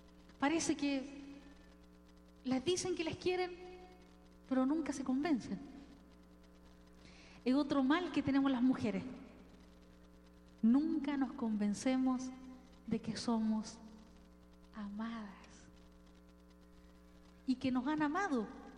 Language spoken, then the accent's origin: Spanish; Chile; En Chile, yo soy chilena